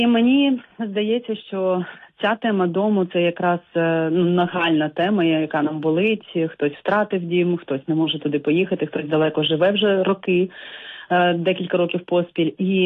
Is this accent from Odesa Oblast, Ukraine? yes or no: yes; Odesa Oblast, Ukraine; moved away; я родом з Бессарабії